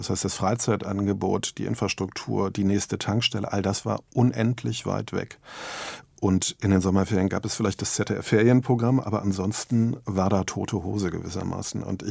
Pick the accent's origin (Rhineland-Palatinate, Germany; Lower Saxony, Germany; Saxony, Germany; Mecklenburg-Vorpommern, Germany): Mecklenburg-Vorpommern, Germany; Rostock; born there; Ich bin 1974 in Rostock geboren, aber meine Eltern haben wie viele andere damals, Ende der 70er Jahre, eine Datsche in Mecklenburg auf dem Land zugelegt.